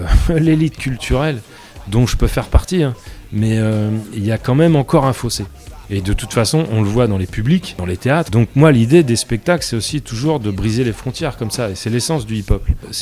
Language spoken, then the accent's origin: French; Rouen, Normandy, France; Je suis né, j'étais sur les Hauts-de-Rouen, dans les Verts et Aciers. Et après, je suis allé un peu à la campagne après Canteleu.